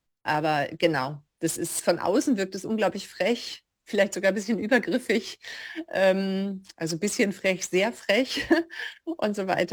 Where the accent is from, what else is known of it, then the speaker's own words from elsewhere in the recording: Hamburg, Germany; moved away as an adult; now in Graz, Austria; Und der Beginn war in Hamburg tatsächlich, also annähernd meiner Heimat. Also ich komme aus der Nähe und bin aber mit 50 Jahren vorrangig nach Graz gezogen, der Liebe wegen